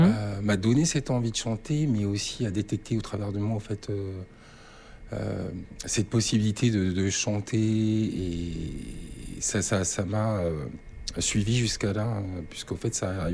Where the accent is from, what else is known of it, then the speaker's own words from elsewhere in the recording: New Caledonia; je suis né en Nouvelle-Calédonie. J'ai grandi avec les Kanaks.